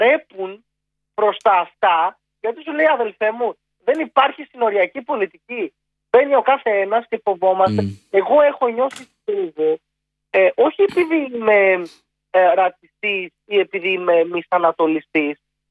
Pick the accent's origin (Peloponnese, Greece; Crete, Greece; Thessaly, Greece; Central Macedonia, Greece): Crete, Greece; Εγώ είμαι από την Κρήτη, το έχω πει.